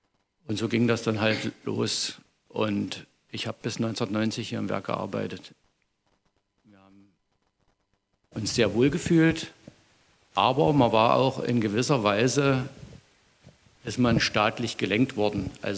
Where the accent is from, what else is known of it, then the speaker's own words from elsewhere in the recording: Eisenach, Thuringia, Germany; gebürtiger Eisenacher. Bin in die 11. POS gegangen hier in Eisenach.